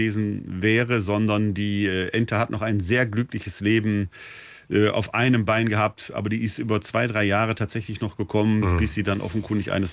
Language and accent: German; Essen, North Rhine-Westphalia, Germany; weil ich in meiner Jugendzeit in meiner Heimatgemeinde in Essen-Altendorf an einer religiösen Jugendfreizeit teilgenommen habe